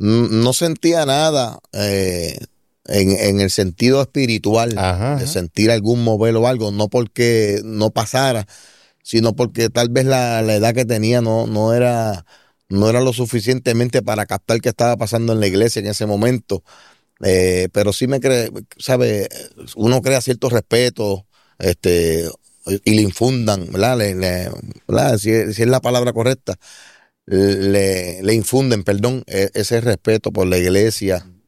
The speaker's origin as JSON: {"language": "Spanish", "town": "Vega Baja", "country": "Puerto Rico", "tie": "born or raised there", "said": "un 20 de septiembre de 1978. Ya unos cuantos añitos. Y allí en la ciudad pues de Vega Baja me crié y allí vivo todavía, ¿verdad? Vivo allí con mi familia, mi papá, mi mamá. Vivo aparte, pero vivo en Vega Baja."}